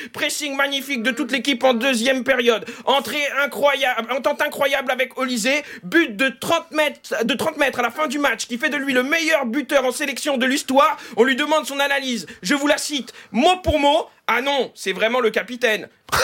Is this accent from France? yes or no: no; Algeria